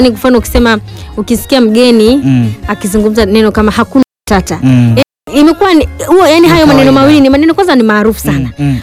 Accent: Tanzania; mimi Mtanzania najisikia fahari.

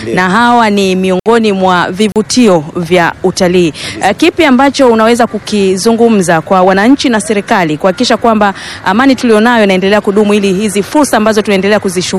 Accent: Tanzania; Mimi ni Mtanzania mwenzio … wa TBC Taifa.

